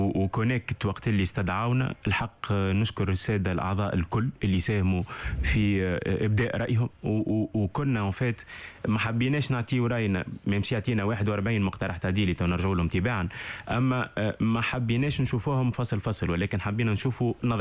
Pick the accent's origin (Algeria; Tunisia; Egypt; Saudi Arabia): Tunisia; انا شوي 100 تونيزيان 100 ماروكان انا الوالده مغربيه